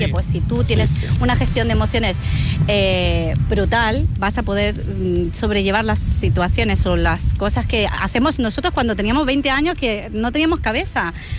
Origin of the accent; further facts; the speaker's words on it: Chile; now in Spain; Bueno, yo soy pues somos chilenos realmente.